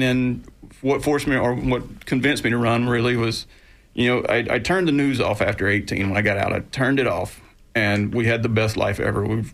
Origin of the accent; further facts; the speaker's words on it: Wiggum, Georgia, United States; now in Florida, United States; I grew up in South Georgia, about 30 minutes north of Tallahassee.